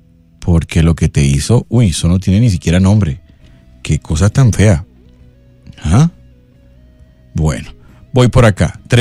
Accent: Bogotá, Colombia; now in Puerto Colombia, Colombia; Soy de Bogotá, pero vivo en Puerto Colombia.

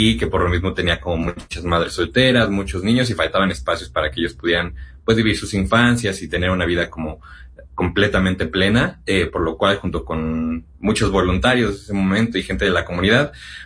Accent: Mexico City, Mexico; yo soy originario de Ciudad de México, ahí es donde comenzó el proyecto principalmente.

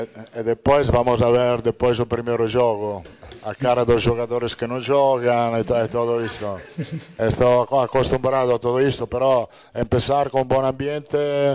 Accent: Italy; Sou italiano, não, e sou brasileiro, não.

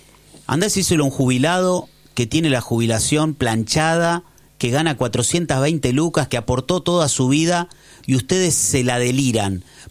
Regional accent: Argentina; yo no soy un argentino que ahorra en negro.

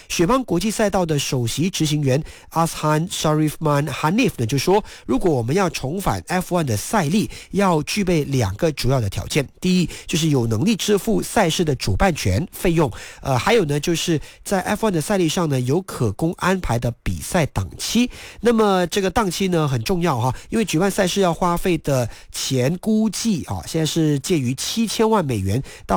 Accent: Malaysia; 那马来西亚的旅游产品我个人觉得是比新加坡多，因为我们有各州的文化，有各种民族的文化，我们当然地也很广，我们有小岛啊，我们有这个乡村啊，我们有大城市。

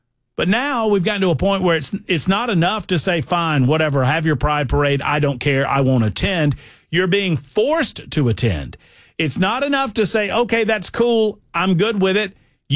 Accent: Thomson, Georgia, United States; we grew up in Thompson, Georgia, T-H-O-M-S-O-N, no P in Thompson, which is, you know, Georgia is Coca-Cola country.

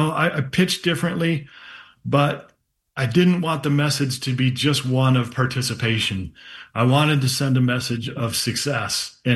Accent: Flint, Michigan, United States; the spirit of my hometown in Flint, Michigan

